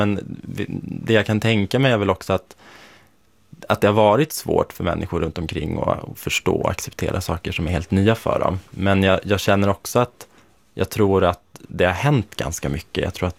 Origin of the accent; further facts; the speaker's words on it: Sweden; För även då var jag ju väldigt öppen med att jag var same. För det var ju det är ju min identitet, så det pratade jag väldigt mycket om.